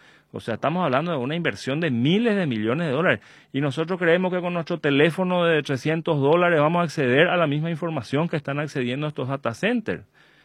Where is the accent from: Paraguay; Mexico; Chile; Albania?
Paraguay